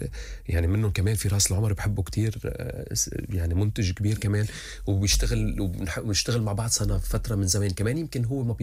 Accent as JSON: {"language": "Arabic", "country": "Lebanon", "also_born_or_lived": "Dubai / Istanbul", "moved": "as an adult", "said": "لما كنت أقول لهم لبناني"}